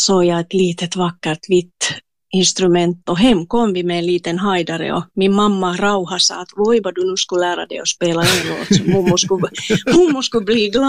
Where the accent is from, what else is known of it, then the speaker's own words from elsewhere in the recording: Espoo, Uusimaa, Finland; No, ja, det var ju så att det där, jag är ju hemma från Esbo Kilo.